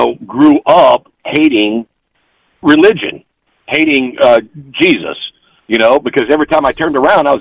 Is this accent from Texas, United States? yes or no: yes; Texas, United States; So I'm a kid from Texas, grew up in Texas, went into the Navy, and was an atheist most of my life.